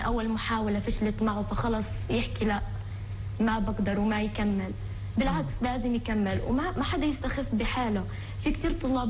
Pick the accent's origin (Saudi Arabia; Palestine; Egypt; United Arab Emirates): Palestine; إحنا شعب فلسطيني وأبناء شعب فلسطيني